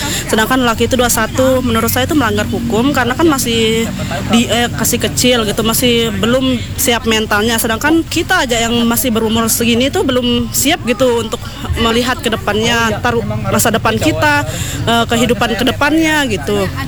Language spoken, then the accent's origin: Indonesian; West Nusa Tenggara, Indonesia; saya dari Lombok Timur.